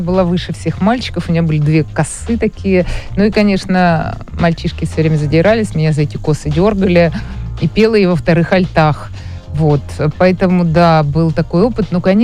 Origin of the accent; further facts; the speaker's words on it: Rybinsk, Yaroslavl Oblast, Russia; я росла в Рыбинске, и моя семья была очень такая... вписанная в культуру этого города.